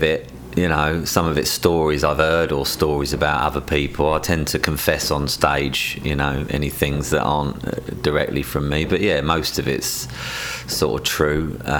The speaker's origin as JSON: {"language": "English", "region": "England", "country": "United Kingdom", "accent": "English", "said": "I do it in a very English way, I guess. I just write honestly, and I write and sing in my own accent."}